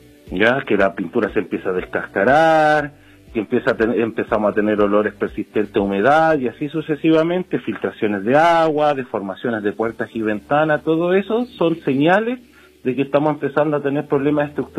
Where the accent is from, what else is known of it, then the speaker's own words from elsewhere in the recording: Chile; Nosotros, como buenos chilenos, me sumo